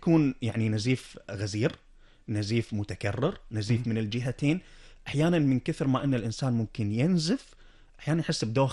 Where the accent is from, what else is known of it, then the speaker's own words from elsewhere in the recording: Kuwait; خصوصا عندنا بالكويت،